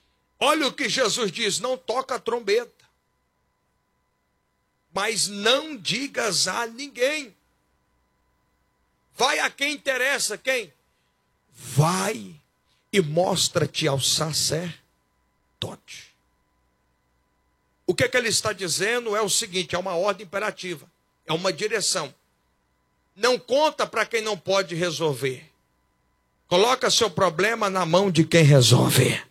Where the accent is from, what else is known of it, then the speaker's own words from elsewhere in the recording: Goiás, Brazil; Tem um ditado popular lá pro Goiás, eu sou goiano, não sei para cá